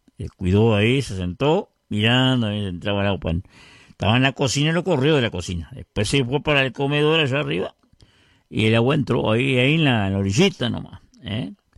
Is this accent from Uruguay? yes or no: yes; Vergara, Treinta y Tres, Uruguay; la gente de mi pueblo, la gente de Vergara.